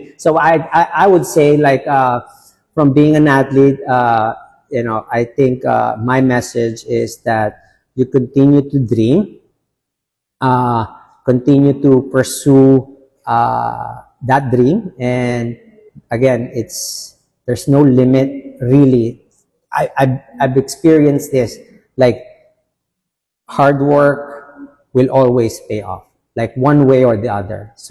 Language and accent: English; Philippines; being part of that team, being a Filipino, bringing something new, innovative, it is definitely something that I could be proud of.